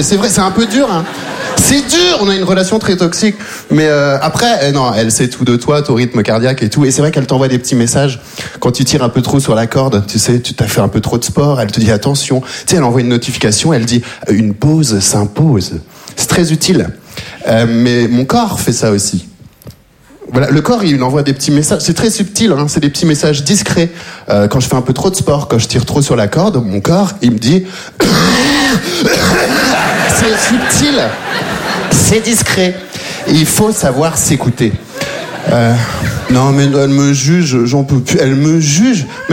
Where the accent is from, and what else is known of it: Belgium; born or raised there